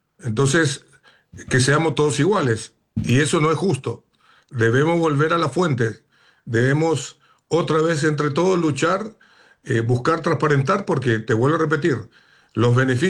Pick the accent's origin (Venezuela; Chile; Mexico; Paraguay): Paraguay; pasa acá en mi país. O sea, que en Paraguay